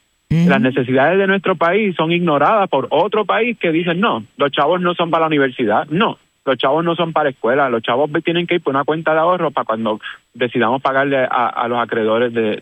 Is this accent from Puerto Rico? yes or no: yes; Puerto Rico; pero como somos territorio estadounidense, igual reocupan Ceiba, igual entran por Arroyo y el alcalde los recibe allí aplaudiendo.